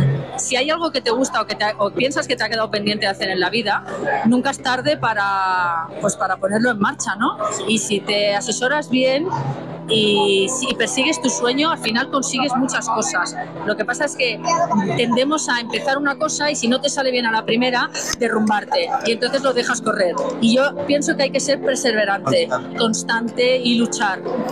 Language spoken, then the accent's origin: Spanish; Barcelona, Catalonia, Spain; nosotros somos de Barcelona.